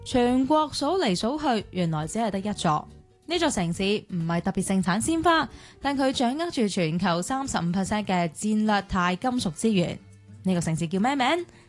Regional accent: Guangdong, China; 我哋广东人啊会将佢用嚟煲药或者煲汤嘅

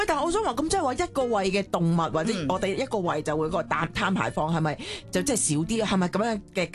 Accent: Hong Kong; 我哋香港人已經 feel 到咯。

